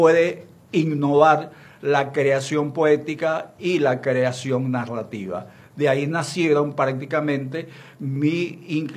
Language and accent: Spanish; El Tigre, Anzoátegui, Venezuela; soy nativo del Tigre, tengo toda mi trayectoria profesional realizada en la ciudad del Tigre